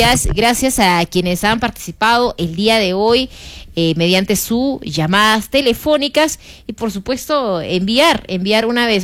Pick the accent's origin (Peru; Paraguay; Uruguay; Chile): Peru